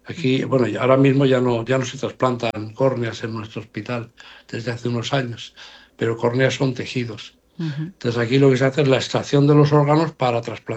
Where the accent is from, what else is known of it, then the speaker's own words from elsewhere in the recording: Spain; somos todos los españoles.